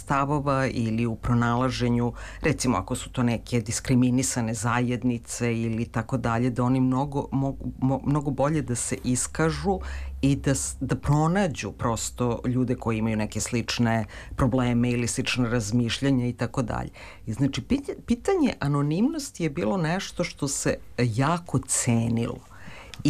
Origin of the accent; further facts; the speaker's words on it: Belgrade, Serbia; ja kažem, ja sam iz Beograda